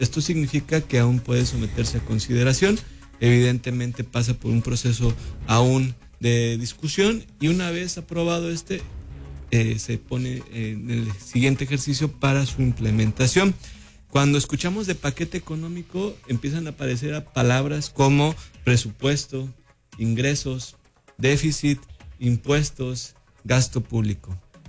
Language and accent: Spanish; Mexico; todas las personas que nacemos, que somos mexicanos